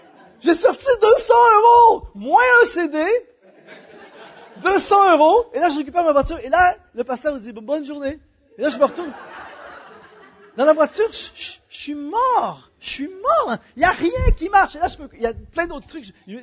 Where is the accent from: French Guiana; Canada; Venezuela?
Canada; Je suis retourné chez nous au Canada.